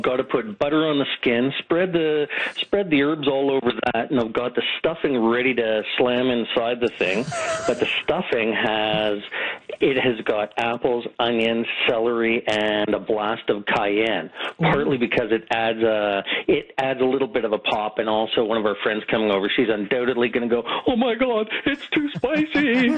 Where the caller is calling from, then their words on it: Calgary, Alberta, Canada; Calling from Calgary.